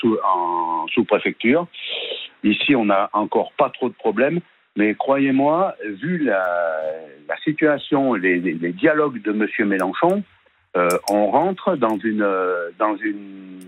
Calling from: Bourgogne-Franche-Comté, France; Parce que moi, écoutez, j'habite en Saône-et-Loire

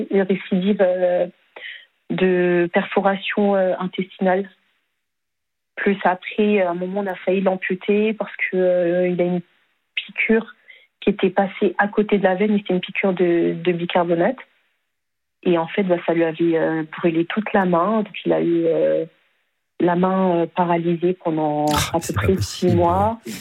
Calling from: Paris, Île-de-France, France; Paris, d'accord. 20e, j'habite. J'habite vraiment juste à côté.

